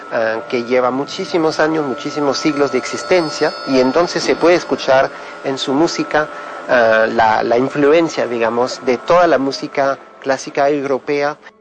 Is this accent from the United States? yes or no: no; France; Yo lo digo como francés